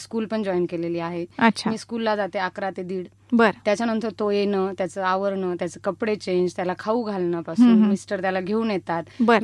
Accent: Wajirkhed, Maharashtra, India; moved away as an adult; now in Malegaon, India; मी मूळची मालेगाव पासून 6 किलोमीटरवर माझं माहेर आहे वजीरखेड म्हणून

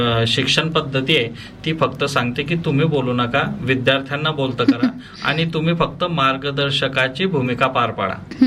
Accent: Anturli, Maharashtra, India; also born or lived in Mhaswad, Shahada taluka; Madam माझं जे बालपण आहे ते खेड्यातच झालेलं आहे. अंतुर्ली या गावामध्ये 12वी पर्यंतचं शिक्षण घेतलं.

